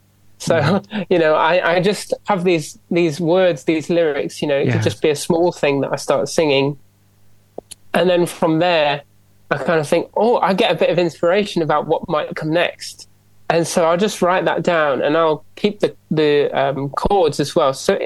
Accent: Nottingham, East Midlands, United Kingdom; moved away as an adult; now in Leeds, United Kingdom; I grew up in a Pentecostal church back in Nottingham.

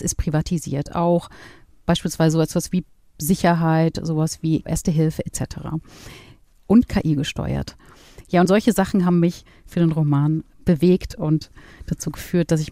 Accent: Germany; now in Hamburg, Germany; also Frankfurt am Main, tatsächlich bin ich in der Nähe aufgewachsen

